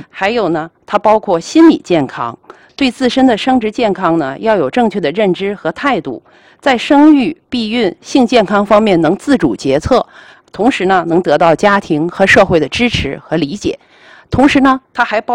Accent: China; 我们中国人

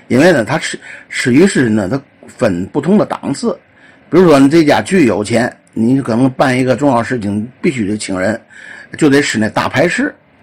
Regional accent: Tianjin, China

